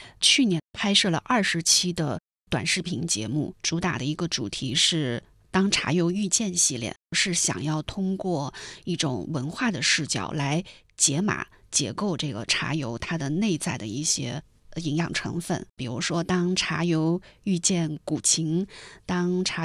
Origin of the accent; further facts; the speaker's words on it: China; 我们中国人